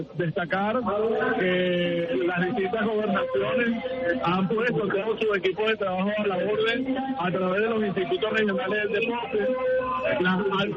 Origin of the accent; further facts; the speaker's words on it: Venezuela; de lo que somos capaces de hacer como venezolanos y venezolanas